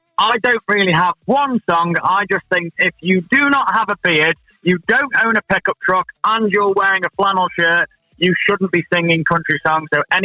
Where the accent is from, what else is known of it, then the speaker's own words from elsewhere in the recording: England, United Kingdom; I'm from England somewhere. I just moved around a lot.